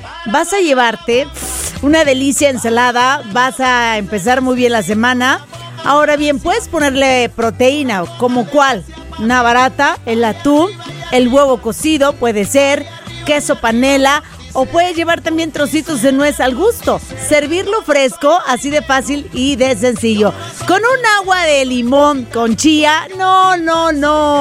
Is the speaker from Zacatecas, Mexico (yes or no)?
no; Mazatlán, Sinaloa, Mexico; Y yo sí soy marinera, porque soy de Mazatlán, Sinaloa.